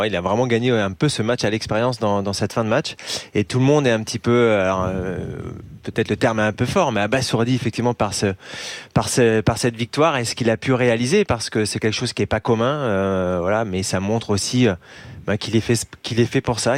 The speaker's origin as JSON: {"language": "French", "country": "France", "said": "Et voilà, moi, en tant que Français, bien évidemment, j'espère toujours une surprise française."}